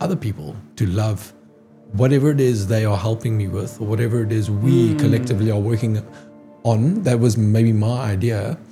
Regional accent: South Africa; When I was growing up in the South African scene

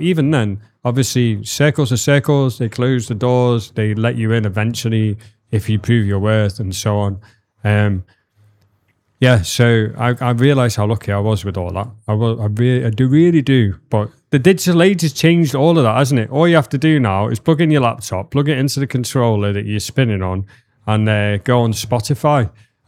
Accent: Liverpool, North West England, United Kingdom; Yes, I'm a Scouser

